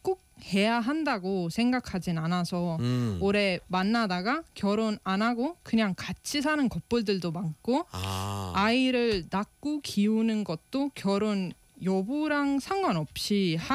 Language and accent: Korean; Estonia; first language Estonian; Korean is a second language; moved away as an adult; now in South Korea